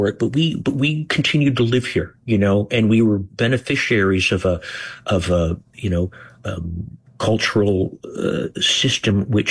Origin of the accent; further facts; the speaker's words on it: Kingston, Ontario, Canada; because I was a kid growing up in Kingston and I knew what it meant to have a big rock band come through my town in January and February.